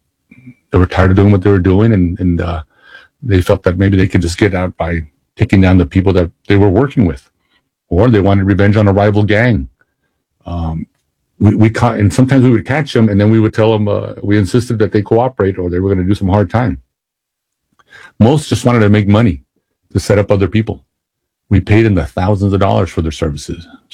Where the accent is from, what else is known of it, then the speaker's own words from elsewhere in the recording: El Paso, Texas, United States; I was born and raised in El Paso, so I was familiar with the culture, the people, and the streets of the city.